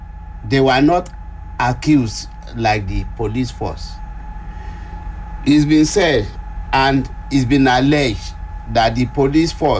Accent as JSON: {"language": "English", "country": "Nigeria", "said": "As a Nigerian"}